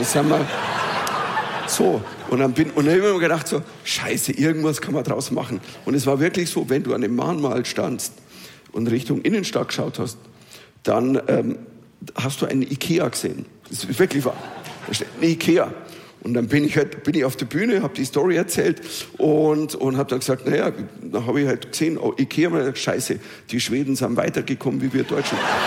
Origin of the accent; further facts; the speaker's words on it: Germany; wie weit kannst du gehen in Russland als Deutscher? Was kannst du machen?